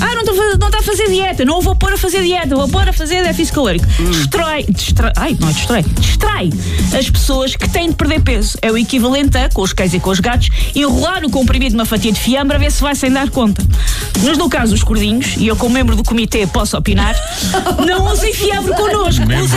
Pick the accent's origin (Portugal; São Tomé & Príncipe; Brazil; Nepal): Portugal